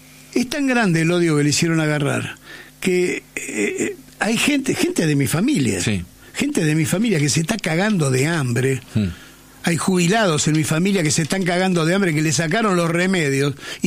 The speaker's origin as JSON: {"language": "Spanish", "country": "Argentina", "said": "¿Por qué somos así los argentinos?"}